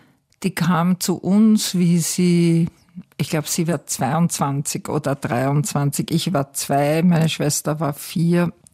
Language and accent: German; Haag am Hausruck, Upper Austria, Austria; also born or lived in Wels / Vorchdorf; Ich bin geboren in Wels, allerdings, glaube ich, habe ich mich dort als Neugeborenes bestenfalls 2 Tage oder 3 aufgehalten. Dann war es zuerst Haag am Hausruck und dann Forchdorf. Und dann wieder Haag am Hausruck.